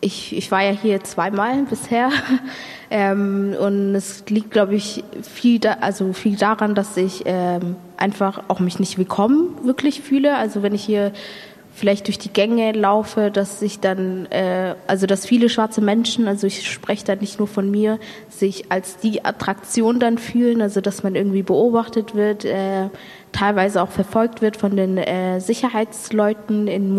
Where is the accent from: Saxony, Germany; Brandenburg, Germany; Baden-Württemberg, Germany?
Baden-Württemberg, Germany; Stuttgart; ich bin in Stuttgart aufgewachsen